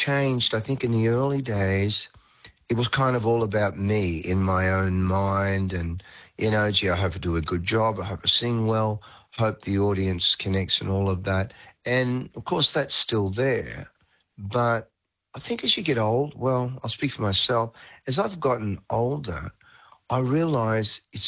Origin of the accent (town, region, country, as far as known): Australia; born or raised there